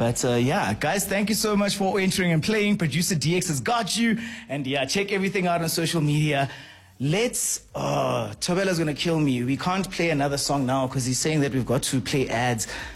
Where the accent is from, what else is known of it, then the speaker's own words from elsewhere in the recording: Alberton, Gauteng, South Africa; I'm from Alberton. We're close enough.